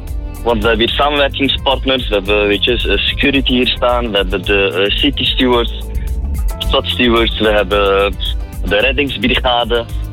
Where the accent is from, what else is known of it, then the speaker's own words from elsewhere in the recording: Rotterdam, South Holland, Netherlands; born there; ik ben 30 jaar oud. Ik ben geboren in Rotterdam-Zuid.